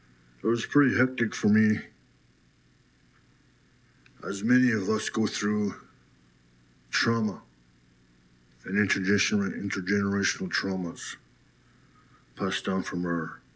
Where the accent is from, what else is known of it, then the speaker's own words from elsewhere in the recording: North Caribou Lake, Ontario, Canada; I'm from North Caribou Lake, also known as Round Lake, Yagama Lake.